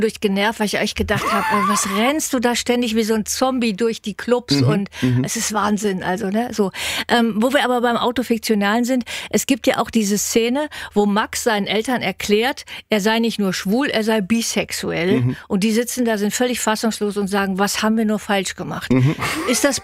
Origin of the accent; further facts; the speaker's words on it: Krefeld, North Rhine-Westphalia, Germany; Ich komme aus Krefeld.